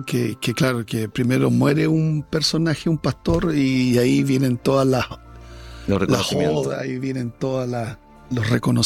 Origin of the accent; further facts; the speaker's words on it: Chile; En Chile somos muy raros, chilenos.